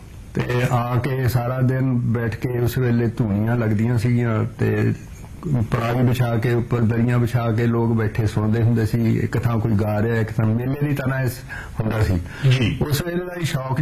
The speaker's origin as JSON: {"language": "Punjabi", "region": "Punjab", "country": "India", "moved": "as an adult", "lives_now": "Jalandhar, India", "said": "ਸਰਦਾਰ ਭਗਤ ਸਿੰਘ ਵਾਲਾ ਉਹ ਜੀ ਮਹਾਨ ਸ਼ਖਸੀਅਤ ਦਾ ਉਹ ਅਸੀਂ ਬੜੀ ਖੁਸ਼ਕਿਸਮਤ ਆ ਵੀ ਉੱਥੇ ਦੇ ਰਹਿਣ ਵਾਲੇ ਆ"}